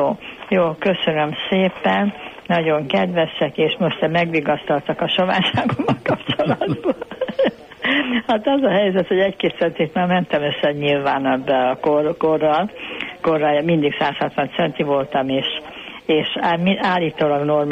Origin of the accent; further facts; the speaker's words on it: Budapest, Hungary; moved away as an adult; now in Zalaegerszeg, Hungary; én Budán laktam, most Zalaegerszegen élek, ide jöttem férhez